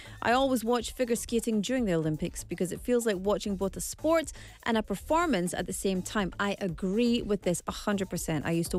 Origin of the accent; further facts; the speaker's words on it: Scotland, United Kingdom; I'm Scottish.